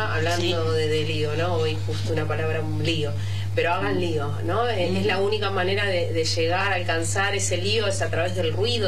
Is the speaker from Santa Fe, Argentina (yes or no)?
no; Quilmes, Buenos Aires Province, Argentina; now in Caballito, Buenos Aires, Argentina; Soy quilmeña. Actualmente no vivo en Quilmes. Me mudé a Caballito. Pero mi madre vive en Quilmes.